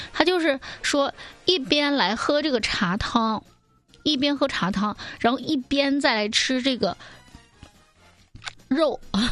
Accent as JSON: {"language": "Chinese", "region": "Northeast China", "country": "China", "said": "按照我们东北人的感觉"}